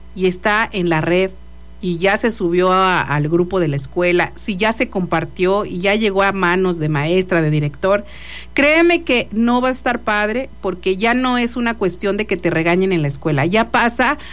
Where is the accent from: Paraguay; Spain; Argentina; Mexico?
Mexico; Somos mexicanos a final de cuenta y todo le hallamos ahí el doble sentido.